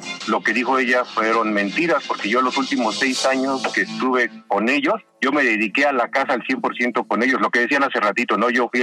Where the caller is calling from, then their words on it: Iztacalco, Mexico City, Mexico; De aquí, de Iztacalco.